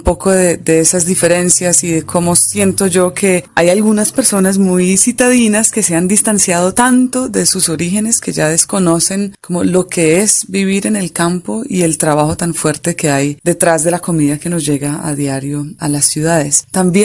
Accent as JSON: {"language": "Spanish", "region": "Tolima", "country": "Colombia", "tie": "born or raised there", "said": "como crecí en el Tolima, que es departamento vecino del Huila"}